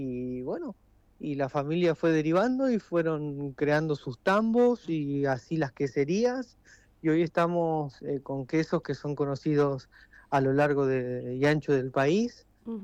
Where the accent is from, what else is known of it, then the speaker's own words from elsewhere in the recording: Buenos Aires Province, Argentina; Somos un partido muy característico porque tenemos infinidad de cosas por conocer. Somos muy pequeños en población, pero tenemos, es sorprendente para el viajante, para el visitante, ver la diversidad cultural con la que contamos